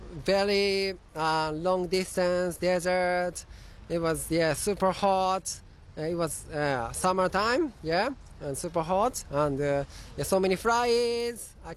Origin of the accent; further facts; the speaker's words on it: Perth, Western Australia, Australia; I come from Perth and I arrived here, Bundaberg, yes.